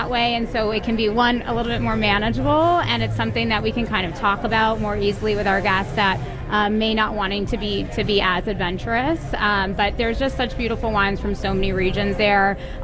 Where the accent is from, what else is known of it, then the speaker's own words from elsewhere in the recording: Swampscott, Massachusetts, United States; I'm originally from Swampscott, we moved back in 2013